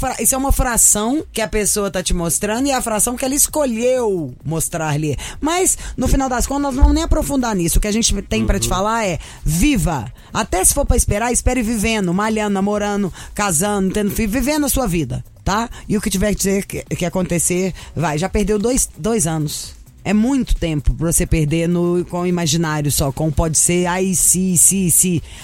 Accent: Brazil; Eu sou brasileira

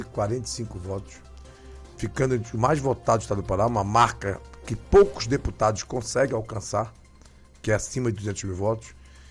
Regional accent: Oriximiná, Pará, Brazil; a minha cidade natal, Ximiná

